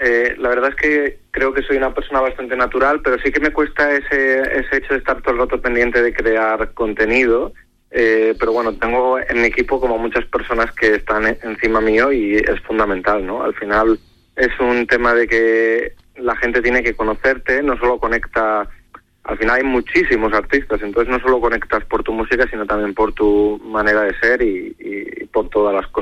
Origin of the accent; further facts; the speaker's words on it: León, Castile and León, Spain; Yo de León.